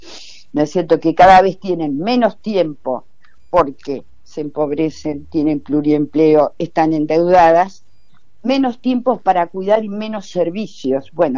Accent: Argentina

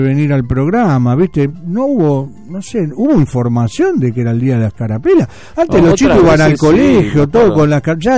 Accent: Argentina; Somos argentinos, ¿no?

